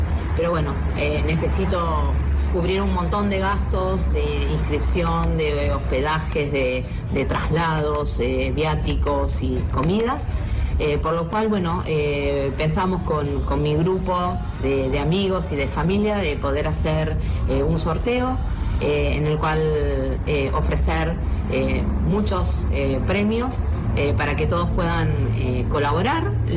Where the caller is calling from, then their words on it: Sierra de la Ventana, Buenos Aires Province, Argentina; soy de la Ventana, atleta.